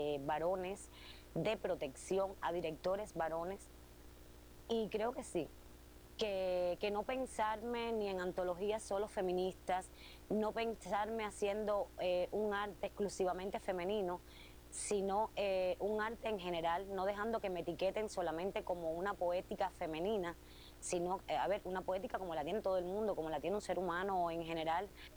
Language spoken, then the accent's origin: Spanish; Cuba; Soy una mujer cubana, soy una mujer cubana que se parece muchísimo al público que va a ver a la sala. Soy también una mujer latinoamericana